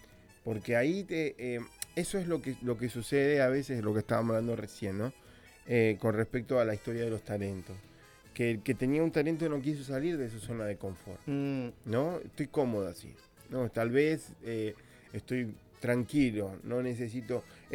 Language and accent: Spanish; Garín, Buenos Aires Province, Argentina; born there; Recuerdo cuando era chico, nosotros vivíamos en Garín